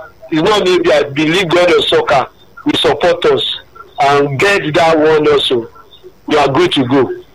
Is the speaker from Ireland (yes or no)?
no; Ogbomoso, Oyo, Nigeria; I remember some years around 1989. I was in my hometown and Ogbomoso then